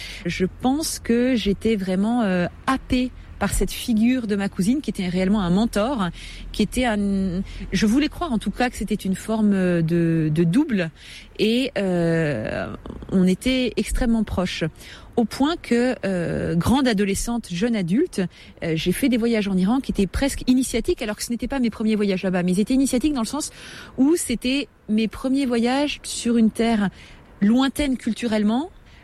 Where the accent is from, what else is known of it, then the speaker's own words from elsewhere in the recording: France; je n'ai pas d'origine iranienne, attention, j'ai de la famille qui vit en Iran, mais ce ne sont pas des origines, je n'ai pas de sang iranien, je suis française